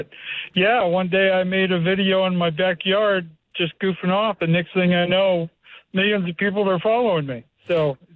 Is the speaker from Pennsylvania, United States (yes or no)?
no; Utah, United States; Currently, from Connecticut, but I grew up in Utah. So that usually gets the party going when I tell people that.